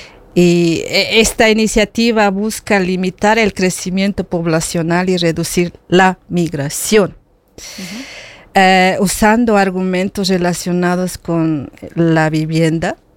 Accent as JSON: {"language": "Spanish", "country": "Bolivia", "moved": "yes", "lives_now": "Switzerland", "said": "En Bolivia también es así. Tenemos problemas de regionalismo."}